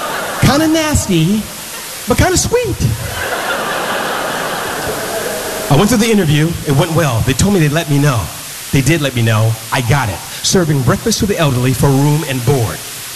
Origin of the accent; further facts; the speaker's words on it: Oakland, California, United States; I grew up on East 14th in Oakland, California.